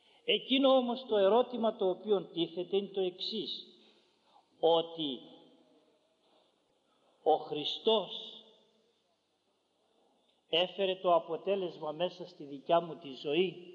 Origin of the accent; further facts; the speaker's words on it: Ioannina, Epirus, Greece; Εγώ θυμάμαι όταν ήμουν μικρό στα Γιάννενα